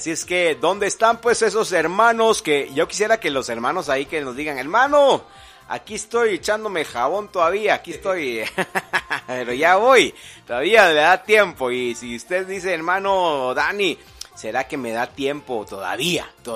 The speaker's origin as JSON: {"language": "Spanish", "country": "Guatemala", "said": "Así como el buen chapín que somos, buenos chapines que somos."}